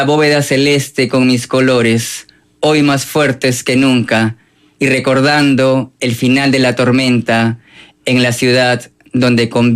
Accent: Peru; now in New York, United States; Como peruano, me siento, o sea, me siento muy bien estando en una ciudad tan grande como Nueva York

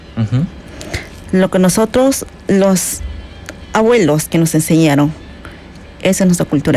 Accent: Ucayali, Peru; now in Cantagallo, Lima, Peru; Soy de Ucayali. Actualmente vivo en Cantagallo.

